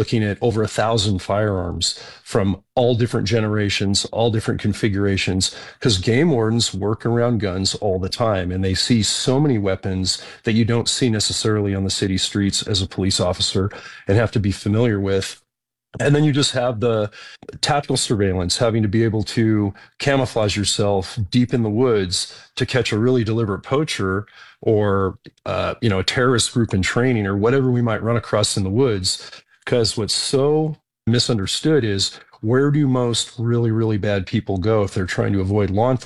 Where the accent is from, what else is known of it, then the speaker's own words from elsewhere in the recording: Gilroy, California, United States; also born or lived in San Jose; growing up in the Gilroy, San Martin, Morgan Hill area, about 25 miles south of that tech capital